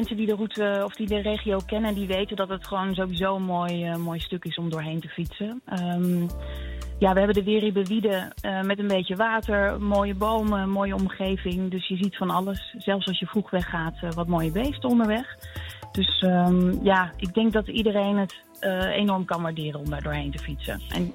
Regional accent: Blokzijl, Overijssel, Netherlands; Nee, ik kom zelf uit Blokzijl

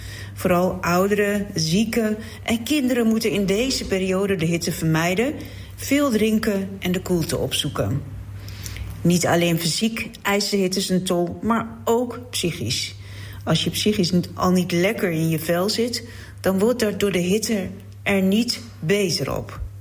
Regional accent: Mardin, Turkey; now in Netherlands; mijn geboorteplaats Mardin in het zuidoosten van Turkije. Daar kenden wij in de zomer alleen maar tropische dagen, soms boven de 40 graden

